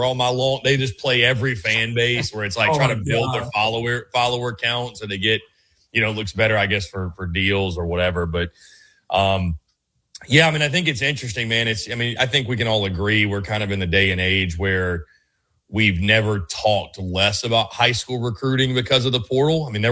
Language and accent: English; South Carolina, United States; now in Nashville, United States; I grew up in South Carolina, man. I was 2 hours from a beach.